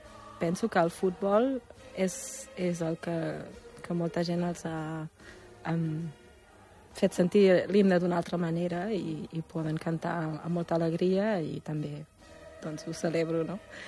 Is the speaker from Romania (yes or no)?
no; Germany; born or raised there; Catalan is a second language; moved away as an adult; now in Catalonia, Spain